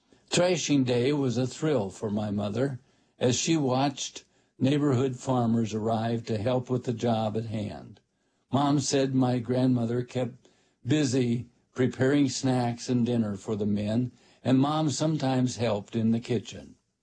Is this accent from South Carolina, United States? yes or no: no; Iowa, United States; Born and raised in Iowa, I have many grand memories of this beautiful state.